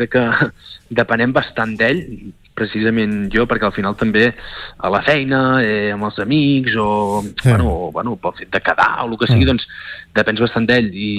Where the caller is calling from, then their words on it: Girona, Catalonia, Spain